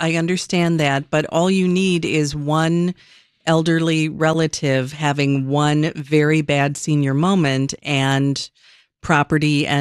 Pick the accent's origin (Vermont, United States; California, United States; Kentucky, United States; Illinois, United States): Illinois, United States; Dixon; moved away; I drove back from my hometown, Dixon, Illinois, yesterday